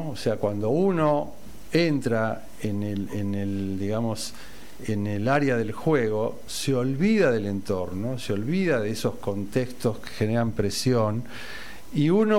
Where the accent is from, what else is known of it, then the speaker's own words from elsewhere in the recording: La Plata, Buenos Aires Province, Argentina; also born or lived in Colonia; yo soy de La Plata.